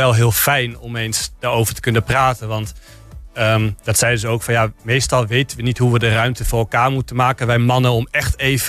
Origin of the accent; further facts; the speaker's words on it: Almelo, Overijssel, Netherlands; moved away as an adult; also born or lived in Groningen / Utrecht; ik ben 2 jaar geleden weer terug verhuisd naar mijn geboortestad, Almelo.